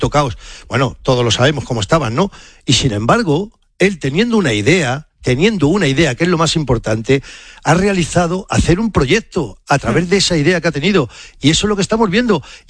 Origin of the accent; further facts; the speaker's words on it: Spain; Estamos, como dijo el seleccionador, orgullosos de ser español, hombre, que somos españoles.